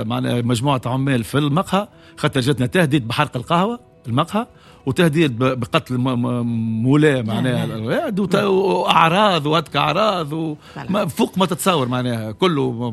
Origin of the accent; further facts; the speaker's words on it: Kairouan, Kairouan Governorate, Tunisia; انا من القيروان